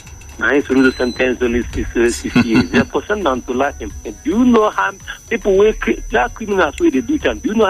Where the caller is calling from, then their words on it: Sabon Gari, Nigeria; Calling from Sabongere.